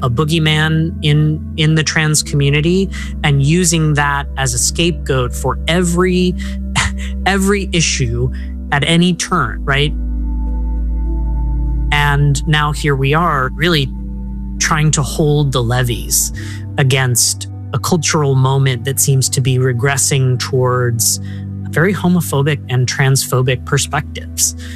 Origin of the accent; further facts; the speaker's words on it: Colorado Springs, Colorado, United States; in my hometown of Colorado Springs, where I was raised, the Club Q shooting occurred.